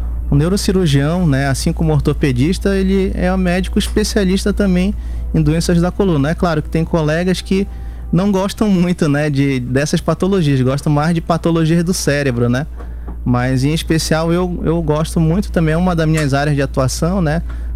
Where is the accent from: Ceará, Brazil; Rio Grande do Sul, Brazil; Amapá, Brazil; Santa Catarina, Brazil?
Amapá, Brazil; Sou amapaense.